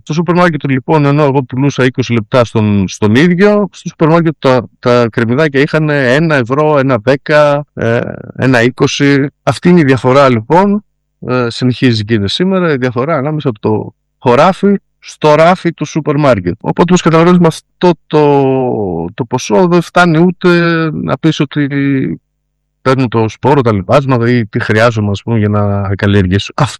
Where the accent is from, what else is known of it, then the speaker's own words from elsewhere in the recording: Trikala, Thessaly, Greece; Κάποια στιγμή είχα γνωρίσει, ας πούμε, στην πόλη μου, στα Τρίκαλα